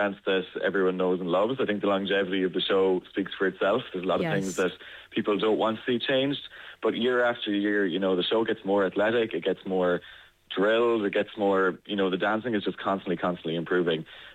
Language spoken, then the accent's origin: English; County Clare, Ireland; Well, I'm from Clare myself, so this will actually be the closest to home that I've ever actually done the show.